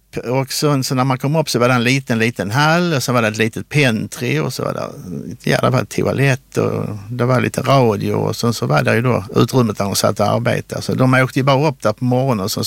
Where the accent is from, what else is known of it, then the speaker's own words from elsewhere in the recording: Lund, Skåne, Sweden; born there; also born or lived in Denmark; Jag är född i Lund, men har danska föräldrar, så vi har ju bott i Danmark också lite grann. Så bara turen till Danmark ett tag och sen kommer tillbaka igen till Sverige.